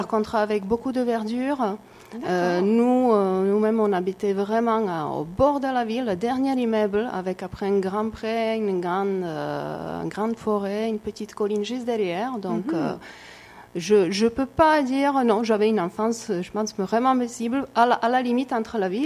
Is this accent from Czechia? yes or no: yes; Ústí nad Labem, Ústí nad Labem Region, Czechia; born there; French is a second language; moved away; Alors, je suis née à Ústí nad Labem. C'est une ville qui se situe à nord-ouest de Prague, à peu près à 80 km. C'est plutôt proche de la frontière avec l'Allemagne.